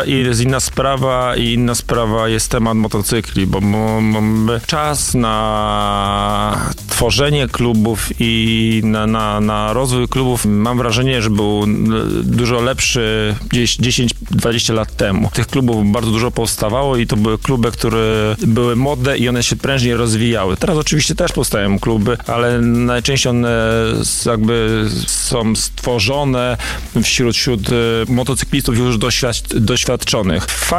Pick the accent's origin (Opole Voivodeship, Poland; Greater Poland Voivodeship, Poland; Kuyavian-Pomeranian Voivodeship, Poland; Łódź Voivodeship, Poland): Greater Poland Voivodeship, Poland; Słupca; Flaga Słupcy i barwy Słupcy i to, że jesteśmy ze Słupcy i z powiatu słupeckiego, choć nie tylko